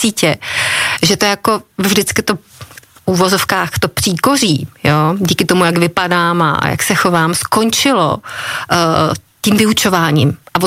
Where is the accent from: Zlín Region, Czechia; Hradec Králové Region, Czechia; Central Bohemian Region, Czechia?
Hradec Králové Region, Czechia; Hradec Králové; also born or lived in Ústí nad Orlicí / Česká Třebová; já jsem to dětství strávila víceméně v Hradci Králové. Já jsem v České Třebové, tak porodnice je v Ústí nad Orlicí, tak v České Třebové jsme žili asi do mých 4 let